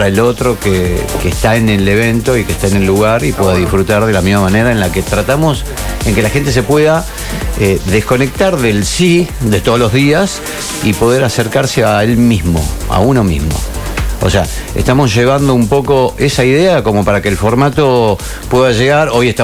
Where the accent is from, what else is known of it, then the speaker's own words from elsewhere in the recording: Tucumán, Argentina; now in Rosario, Argentina; Yo soy de Tucumán.